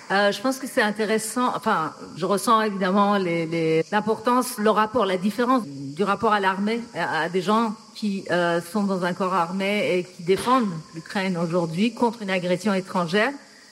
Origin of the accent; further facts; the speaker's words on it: Iran; now in France; venant du pays dont je viens, d'Iran, mon rapport à la police, à l'autorité, je me méfie d'office.